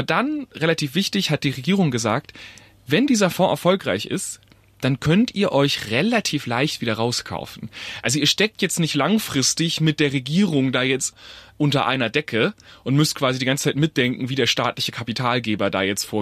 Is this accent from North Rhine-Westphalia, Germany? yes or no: no; Heilbronn, Baden-Württemberg, Germany; Ja, also ich liebe meine Heimat natürlich, aber ehrlicherweise Heilbronn ist jetzt nicht die sexieste Stadt.